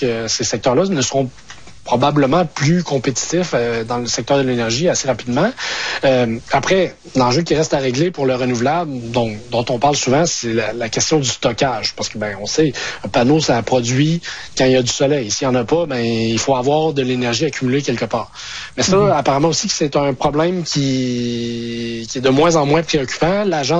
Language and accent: French; Quebec, Canada; Dans ma région natale, ben en fait la région où j'habite, l'Abitibi, ça a failli l'être au Québec.